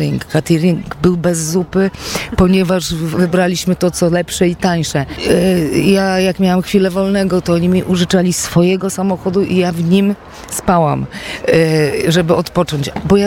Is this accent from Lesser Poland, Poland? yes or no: no; Warsaw, Masovian Voivodeship, Poland; ja wychowałam się na Inflanckiej, czyli na wspaniałym osiedlu z białymi wielkimi balkonami